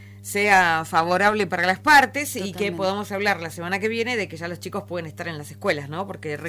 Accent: Patagonia, Argentina; Esperamos el frío también, porque somos de la Patagonia, así que venga nomás.

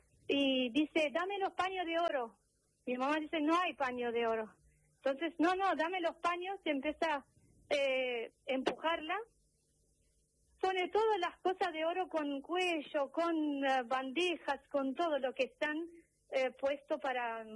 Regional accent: Armenia; now in Argentina; Yo soy armenia.

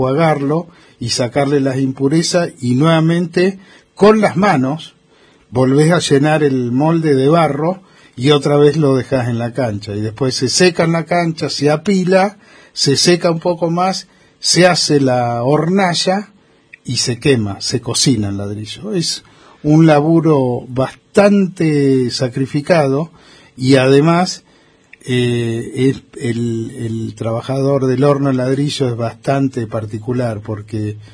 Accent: San Andrés de Giles, Buenos Aires Province, Argentina; Adrián Maggi, que es de mi pueblo, de San Andrés de Giles

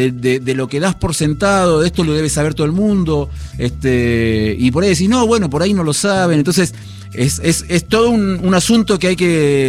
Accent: Buenos Aires Province, Argentina; now in Buenos Aires, Argentina; Yo soy de zona sur. En realidad hace tiempo que ya vivo aquí nuevamente en Capital. Yo nací en la Capital Federal, pero me mudé en varias oportunidades a lugares de la zona noroeste del conurbano, oeste del conurbano, sur del conurbano.

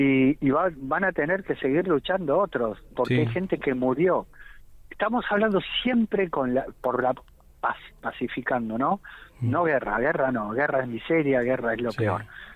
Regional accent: Argentina; cuando nosotros como argentinos no murió ningún kelper.

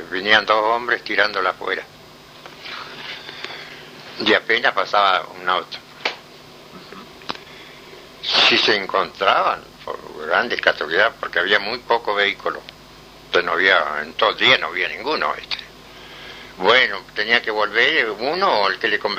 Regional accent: Península San Pedro, Río Negro, Argentina; born there; La Península San Pedro.

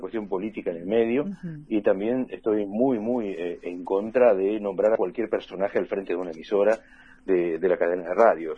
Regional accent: Patagonia, Argentina; yo soy patagónico.

